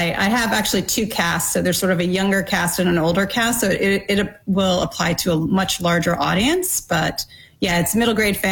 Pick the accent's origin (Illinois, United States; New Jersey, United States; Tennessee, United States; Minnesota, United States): New Jersey, United States; now in Pacific Northwest, United States; I never knew they were called Bigfoot until I actually moved to Pacific Northwest. So I grew up in New Jersey.